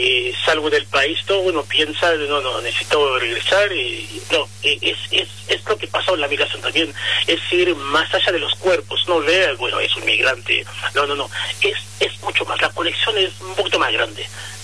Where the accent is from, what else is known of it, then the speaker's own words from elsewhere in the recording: Haiti; now in Rosario, Argentina; siempre aclaro que soy haitiano, pero rosarino, porque acá en Rosario no es mi casa, tengo mi gente, tengo mi público